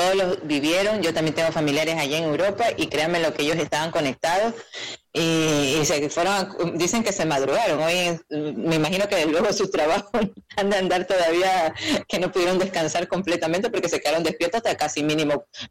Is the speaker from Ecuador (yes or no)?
yes; Ecuador